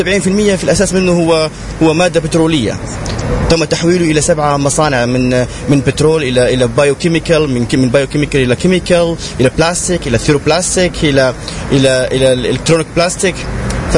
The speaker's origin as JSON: {"language": "Arabic", "country": "Tunisia", "moved": "yes", "said": "تونس هي بلادنا"}